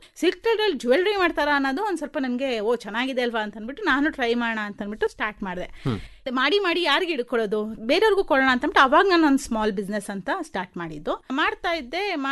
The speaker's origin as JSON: {"language": "Kannada", "town": "Mysore", "region": "Karnataka", "country": "India", "said": "ನಾವು ಮೈಸೂರಿನವರೇ ಸರ್."}